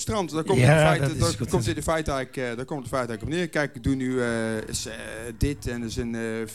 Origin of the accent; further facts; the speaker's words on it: Rucphen, North Brabant, Netherlands; Ik kom uit Rukven, in het mooie Brabant, Nederland.